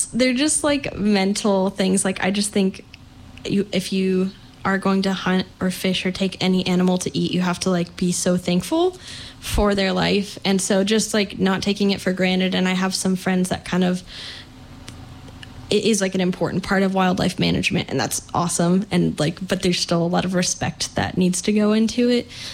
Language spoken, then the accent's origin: English; Blacksburg, Virginia, United States; I grew up in Blacksburg, Virginia.